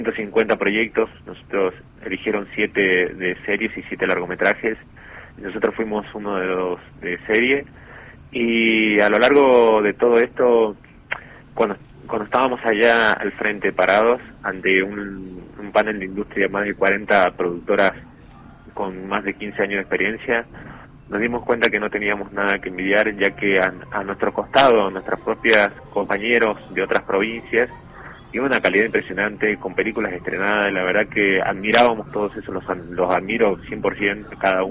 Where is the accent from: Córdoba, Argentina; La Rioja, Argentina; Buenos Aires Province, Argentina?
La Rioja, Argentina